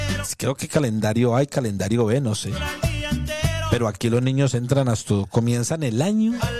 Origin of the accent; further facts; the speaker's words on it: Colombia; born there; moved away; te acuerdas que uno de niño, las vacaciones en Colombia, ¿cuándo eran? En diciembre y chao.